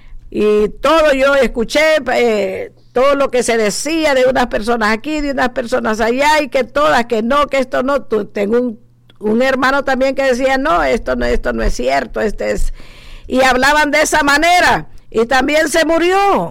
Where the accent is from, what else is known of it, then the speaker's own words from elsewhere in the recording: Honduras; en mi país, en Honduras